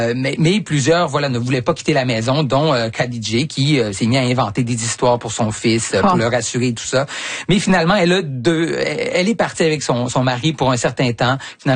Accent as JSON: {"language": "French", "country": "Canada", "said": "en tant que Canadien"}